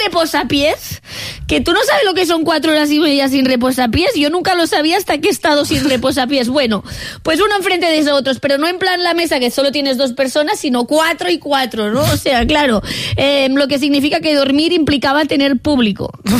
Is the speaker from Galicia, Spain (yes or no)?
no; Catalonia, Spain